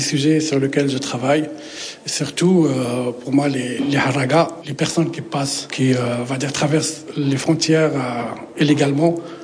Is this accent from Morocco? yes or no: yes; Tangier, Tanger-Tetouan-Al Hoceima, Morocco; Cette œuvre, j'ai fait par une expérience personnelle en grandissant à Tanger.